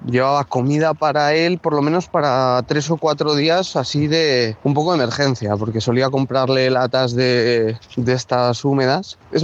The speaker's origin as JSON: {"language": "Spanish", "town": "Burgos", "region": "Castile and León", "country": "Spain"}